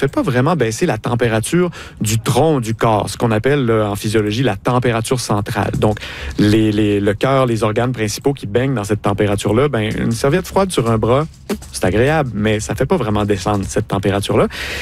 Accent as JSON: {"language": "French", "region": "Quebec", "country": "Canada"}